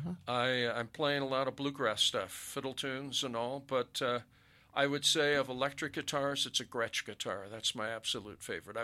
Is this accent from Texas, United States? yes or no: no; Ventura County, California, United States; moved away as an adult; also born or lived in San Diego / Truckee; now in Reno, United States; I grew up in Ventura County, but went to graduate school in San Diego, and I lived in Truckee for 43 years.